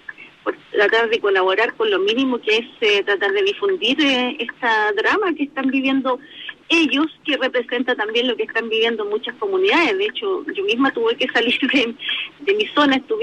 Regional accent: Santiago, Santiago Metropolitan Region, Chile; Vamos viajando a Santiago, porque nosotros somos de acá de Santiago.

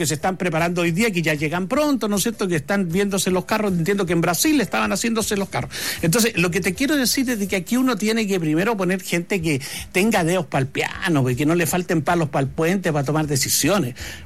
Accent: Argentina

